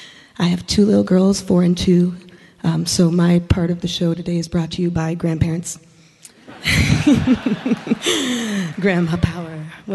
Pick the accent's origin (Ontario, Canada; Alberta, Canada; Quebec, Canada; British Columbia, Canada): Quebec, Canada; Montreal; I am from Montreal, Canada, and this is my first time to West Virginia.